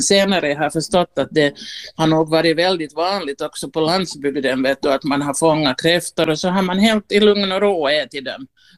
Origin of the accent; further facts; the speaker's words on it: Ostrobothnia, Finland; now in Uusimaa, Finland; jag läst mitt liv helt i lugn och ro som österbottning